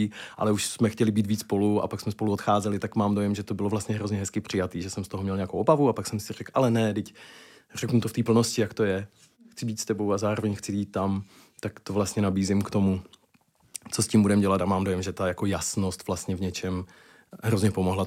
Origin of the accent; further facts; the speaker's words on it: Zlín Region, Czechia; A já jsem kluk z Valašska